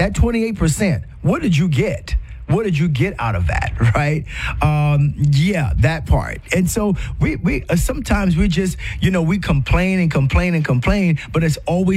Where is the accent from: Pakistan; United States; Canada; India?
United States; South Carolina; my home state of South Carolina